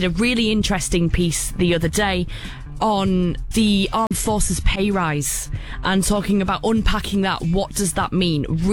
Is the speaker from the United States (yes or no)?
no; Sheffield, Yorkshire and the Humber, United Kingdom; Well, I wouldn't know Barnsley because I'm from Sheffield